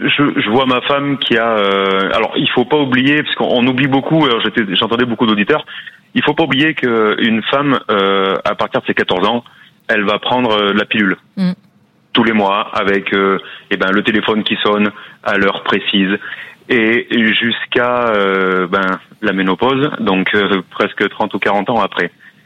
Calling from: Issoire, Auvergne-Rhône-Alpes, France; D'Issoire.

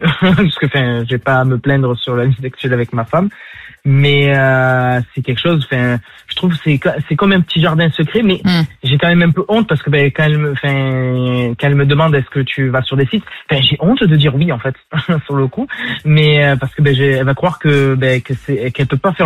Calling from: Toulon, Provence-Alpes-Côte d'Azur, France; Je viens de Toulon.

